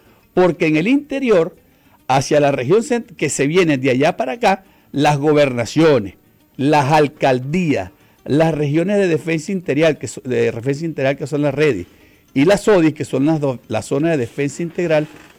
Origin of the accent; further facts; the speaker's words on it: Lechería, Anzoátegui, Venezuela; moved away; desde mi pueblo allá donde yo nací, en Lechería